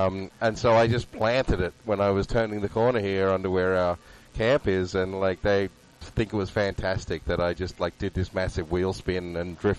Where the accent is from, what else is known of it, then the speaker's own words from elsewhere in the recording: Australia; being Australian